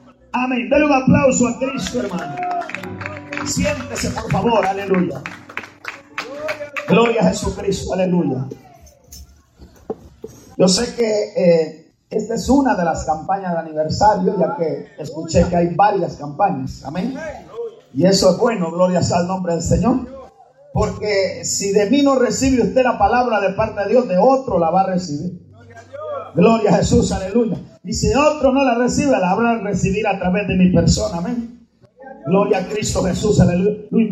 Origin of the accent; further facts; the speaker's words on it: Guatemala; Yo sigo diciendo que soy de Guatemala, pero ya no se me oye igual, hermano.